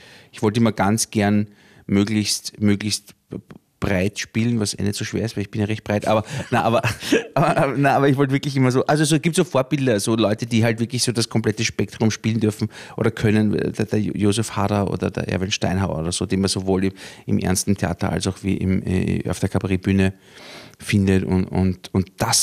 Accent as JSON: {"language": "German", "region": "Vienna", "country": "Austria", "tie": "born or raised there", "said": "Ich komme aus Favoriten, bin im 10. Bezirk aufgewachsen und eigentlich nie so wirklich weg."}